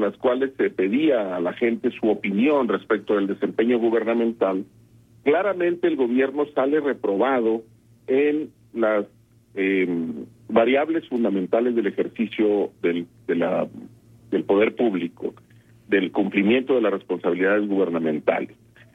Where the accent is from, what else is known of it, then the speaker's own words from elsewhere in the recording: Mexico; así somos los mexicanos